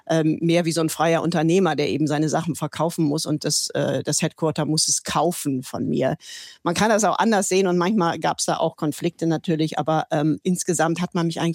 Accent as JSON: {"language": "German", "country": "Germany", "moved": "as an adult", "lives_now": "United Kingdom", "said": "Also ich fühle mich weder eigentlich als Deutsche noch als Britin, obwohl ich seit letztem Sommer den britischen Pass habe."}